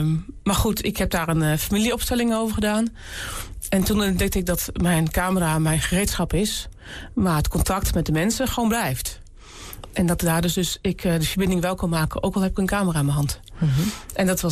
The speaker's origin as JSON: {"language": "Dutch", "country": "Netherlands", "tie": "born or raised there", "said": "we wonen in Nederland. Ik ben hier ook geboren in Nederland. Ik ben echt in Nederland uit het klei getrokken. En ik ben enorm blij dat ik hier geboren ben."}